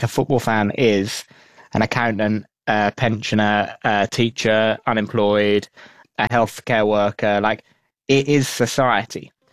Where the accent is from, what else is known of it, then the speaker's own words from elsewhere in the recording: England, United Kingdom; I was watching these games as an Englishman in Spain surrounded by Scottish people.